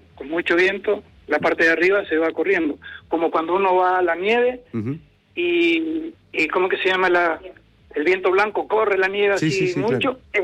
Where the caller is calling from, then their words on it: Viña del Mar, Valparaíso, Chile; Reñaca Alto, al lado del Kaminsky, vivo yo.